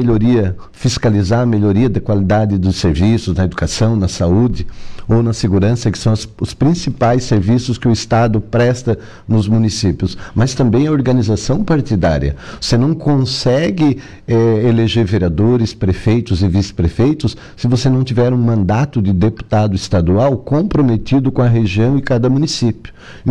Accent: Forquilhinha, Santa Catarina, Brazil; born there; na localidade de São Gabriel, que fica vizinho ao São Jorge, ali Forquilinha, onde eu nasci

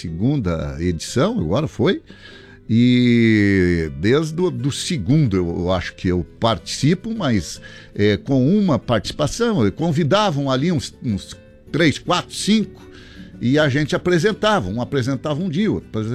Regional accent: Rio Grande do Sul, Brazil; sendo gaúcho, de alma e de coração.

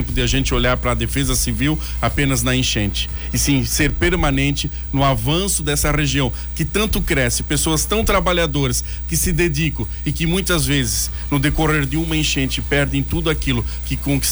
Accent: Timbó, Santa Catarina, Brazil; Fui vereador em Timbó, né? Na minha cidade natal, sou natural de Timbó, fui vereador lá aos 22 anos de idade

